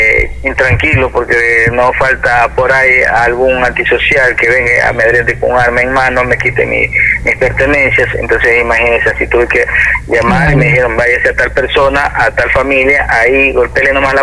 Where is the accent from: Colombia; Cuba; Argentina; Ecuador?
Ecuador; claro que somos ecuatorianos, yo soy ecuatoriano